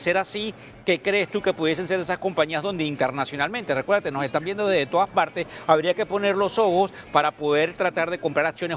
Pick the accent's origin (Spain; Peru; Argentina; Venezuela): Venezuela; now in United States; yo soy venezolano y me gustaría tocar el tema de la percepción de mi país, porque para mí, pues obviamente no hay neutralidad alguna, soy nacionalizado americano, pero vengo de mis raíces venezolanas